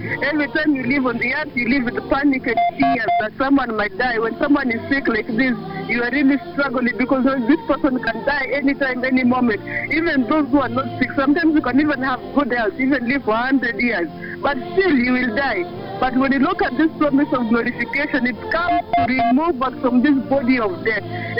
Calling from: Juja, Kiambu County, Kenya; I'm coming tonight from Juja here.

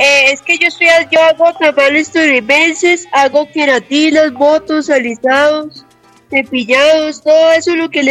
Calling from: Bogotá, Colombia; Desde acá, de Bogotá, desde Suba Rincón.

